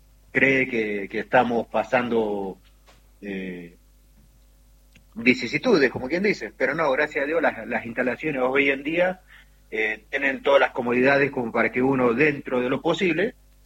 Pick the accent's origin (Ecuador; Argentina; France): Argentina; Trelew, Chubut; De Trelew, Chubut, sí.